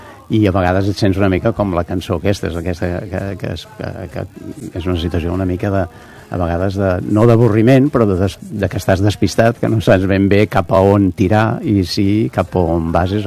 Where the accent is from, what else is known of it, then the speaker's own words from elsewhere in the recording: Terrassa, Catalonia, Spain; moved away as an adult; now in Castelldefels, Spain; No, jo vaig néixer a Terrassa i des de fa molts anys visc a Castelldefels.